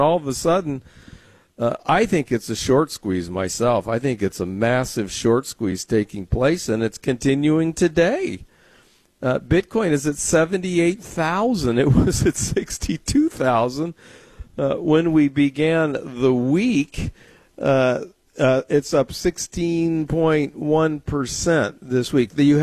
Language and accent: English; San Diego, California, United States; Yeah, well, I grew up in San Diego, which obviously is a very sunny place